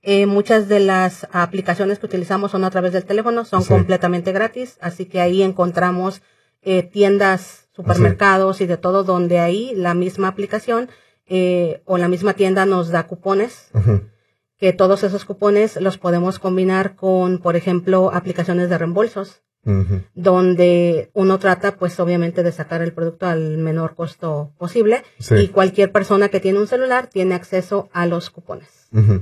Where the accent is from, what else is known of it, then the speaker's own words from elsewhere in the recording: Tonatico, State of Mexico, Mexico; now in Waukegan, United States; yo soy de México, del Estado de México, un, sí, lugar que se llama Tonatico.